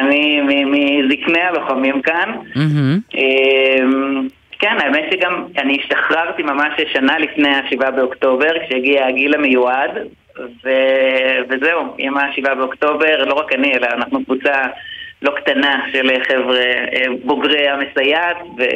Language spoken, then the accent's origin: Hebrew; Kiryat Shmona, Northern District, Israel; אני נולדתי בקריית שמונה, בצל הקטיושות, זאת הייתה הילדות שלי